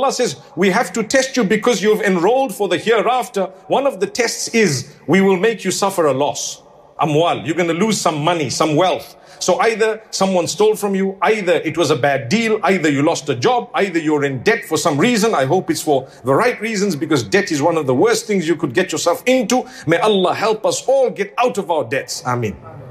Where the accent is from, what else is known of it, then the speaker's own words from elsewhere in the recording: South Africa; moved away; And I come from Africa.